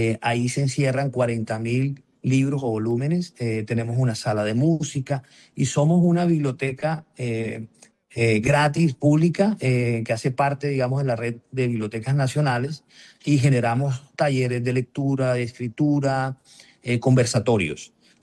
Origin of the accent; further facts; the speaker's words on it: Barranquilla, Atlántico, Colombia; yo como barranquillero, yo me siento muy orgulloso de que el presidente electo ha visto de poder gobernar de las regiones.